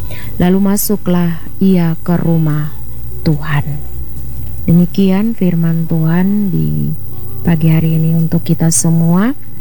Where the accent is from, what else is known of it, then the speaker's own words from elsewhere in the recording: Alor, East Nusa Tenggara, Indonesia; kita sebagai orang Alor